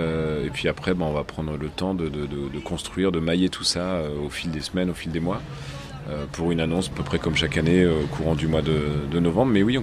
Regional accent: eastern France, France; Je viens de l'Est de la France, donc je crois que la proximité de l'Allemagne fait qu'on est très rigoureux.

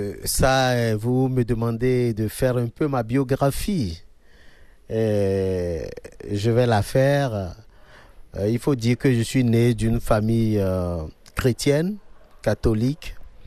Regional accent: Ouidah, Atlantique, Benin; Je viens directement de l'Afrique de l'Ouest, plus spécialement du Bénin, ancien Dahomey.

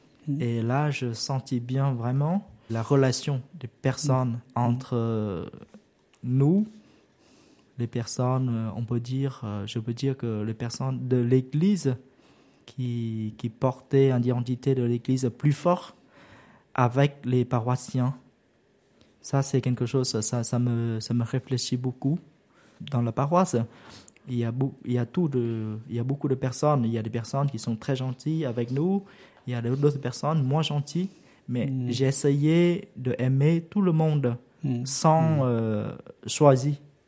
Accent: Vietnam; French is a second language; moved away as an adult; now in France; quand j'étais petit au Vietnam, j'étais un berger.

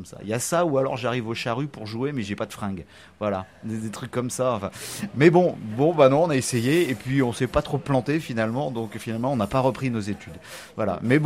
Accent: Brest, Brittany, France; also born or lived in Plougastel / Quimper / Paris; je suis né à Brest, ouais, j'ai passé mon enfance à Brest, après j'ai un peu bougé, voilà, Plougastel, Quimper, puis je suis revenu à Brest pour mes études

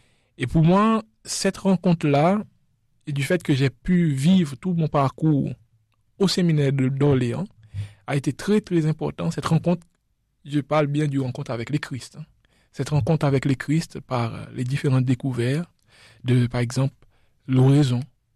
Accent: La Digue, Seychelles; French is a second language; moved away as an adult; now in France; je viens des Seychelles, les îles Seychelles. J'ai grandi aux Seychelles dans une île qui s'appelle la Digue. À savoir que nous avons 115 îles aux Seychelles et donc il y a trois îles principales, je dirais. Et moi, je viens de celui qui s'appelle la Digue. La plus petite parmi les trois

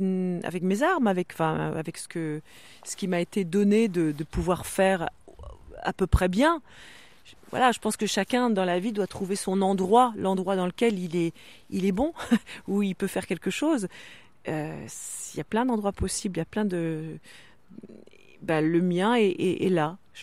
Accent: Brittany, France; first language Breton; French is a second language

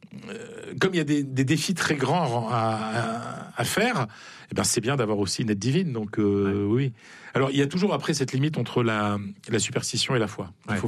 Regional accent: France; moved away; also born or lived in Madrid, Spain

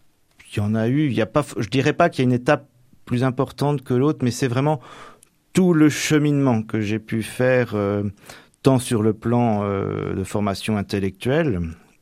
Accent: Normandy, France; Non, parce que je suis vraiment originaire de la Manche, hein, même si je suis originaire du Nord-Manche, mais bah, ma région natale, le Val-de-Serre

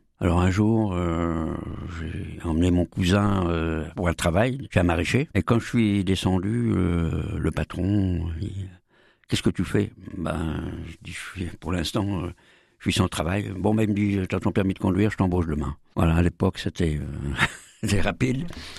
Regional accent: Frontenay-sur-Dive, Nouvelle-Aquitaine, France; je suis originaire de Frontenay-sur-Dive, à côté de Saint-Jean-de-Sauve, entre Mirbeau et Loudun, Nord-Vienne. J'y suis toujours.

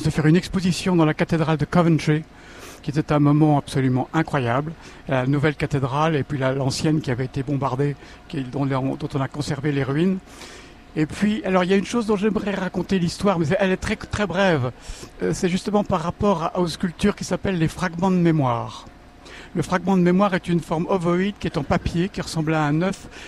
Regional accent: Versailles, Île-de-France, France; born there; also born or lived in England / Belgium; now in Charente-Maritime, France

